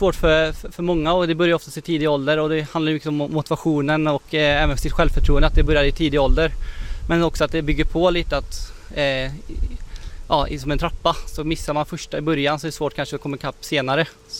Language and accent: Swedish; Vänersborg, Västra Götaland County, Sweden; jag kommer uppvuxen i Vänersborg, så jag vill bidra tillbaka till där jag kommer ifrån.